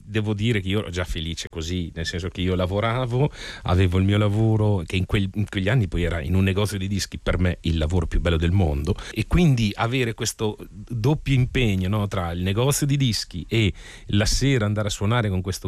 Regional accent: Carpi, Emilia-Romagna, Italy; Io sono cresciuto a Carpi, in Emilia.

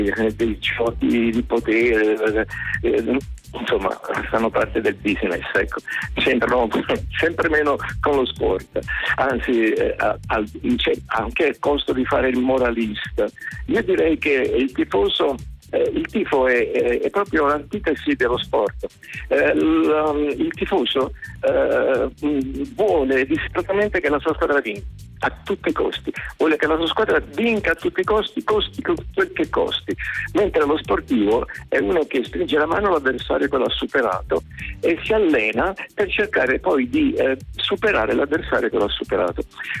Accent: Naples, Campania, Italy; Io sono orgoglioso di essere da Napoli, anzi, se non fossi da Napoli probabilmente non farei questo mestiere

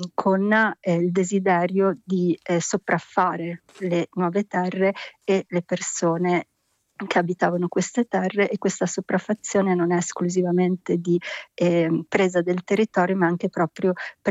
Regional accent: Bologna, Emilia-Romagna, Italy; also born or lived in Eritrea; E io sono nata in Eritrea, ma 2 anni ero già in Italia, a Bologna, e sono riuscita ad andare in Eritrea a vedere la mia terra d'origine solo a 37 anni

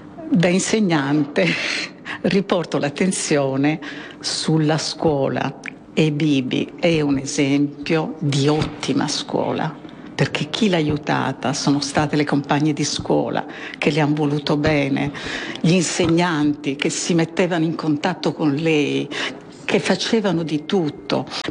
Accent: Sardinia, Italy; Io sono cresciuta in Sardegna, è una cultura arcaica

